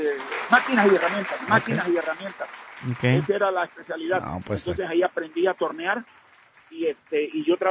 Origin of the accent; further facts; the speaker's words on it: Veracruz, Mexico; accent: jarocho; moved away; a ti no te quita el acento jaroso. Y ¿cómo va a quitar ese mi acento?